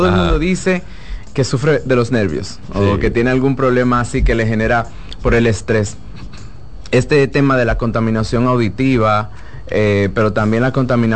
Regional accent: Cibao, Dominican Republic; yo soy del Cibao

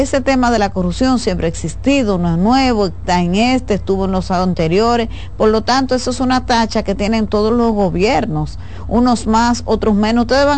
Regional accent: Dominican Republic; nosotros como pueblo dominicano

